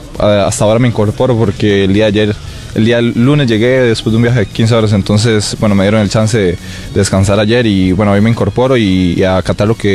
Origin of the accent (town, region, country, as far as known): Costa Rica; moved away as an adult; now in Hungary